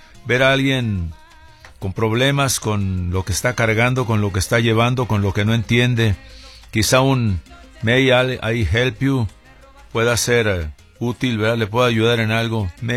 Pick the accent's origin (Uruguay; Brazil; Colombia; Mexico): Mexico; nosotros somos embajadores de México ante todos los visitantes